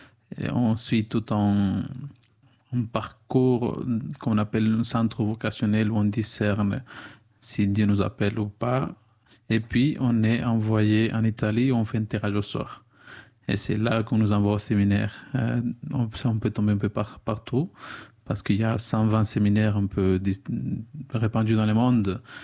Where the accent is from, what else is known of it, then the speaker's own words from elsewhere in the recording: Ecuador; moved away as an adult; now in Bayonne, France; Je viens de l'Équateur, j'ai 30 ans. Bon, je viens d'une famille de 9 enfants. Moi, je suis le septième, alors entre le petit. Et voilà, je suis à Bayonne depuis 9